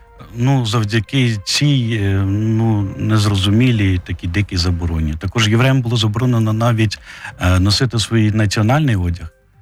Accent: Vinnytsia, Vinnytsia Oblast, Ukraine

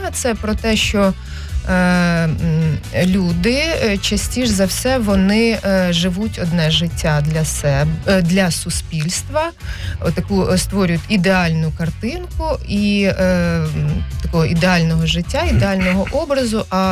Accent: Vinnytsia, Vinnytsia Oblast, Ukraine; moved away; Тому що нарешті я у рідній Вінниці.

